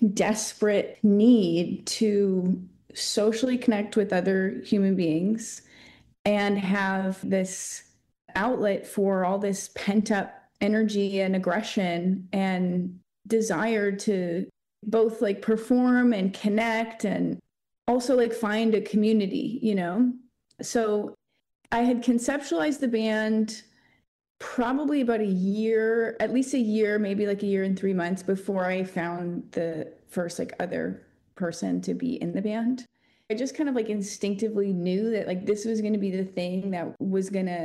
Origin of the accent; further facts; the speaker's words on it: Canada; moved away as an adult; now in Los Angeles, United States; I'm a Canadian living in LA. I have a band called … we just released our first record. I moved to LA about 8 years ago.